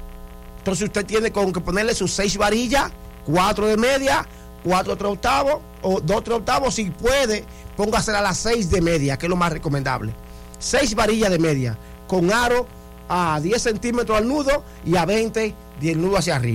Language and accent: Spanish; Dominican Republic; como dominicanos que somos